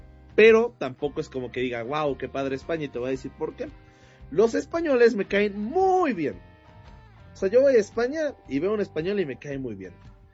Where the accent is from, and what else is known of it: Mexico